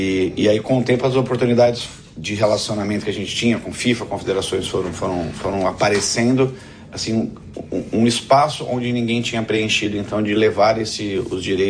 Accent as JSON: {"language": "Portuguese", "country": "Portugal", "said": "Particularmente eu sou português, né? Então já tem essa vantagem."}